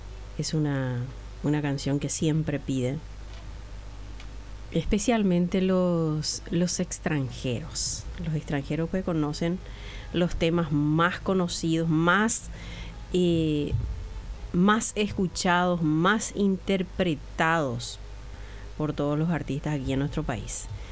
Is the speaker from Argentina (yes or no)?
no; Paraguay; first language Guarani; Spanish is a second language; nosotros somos los que tenemos como un idioma más del 80% de la población habla guaraní.